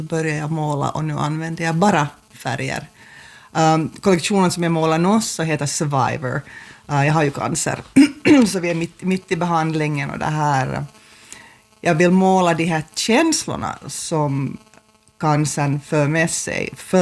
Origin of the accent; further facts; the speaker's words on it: Jakobstad, Ostrobothnia, Finland; moved away as an adult; also born or lived in United States; now in Vörå, Finland; jag är född i Vörå, förstås född på Centralsjukhuset i Vasa, men sen flyttade vi till Jakobstad, så barndomen och ungdomen så bodde i Jakobstad. Och sen så 1989 så flyttade jag till USA.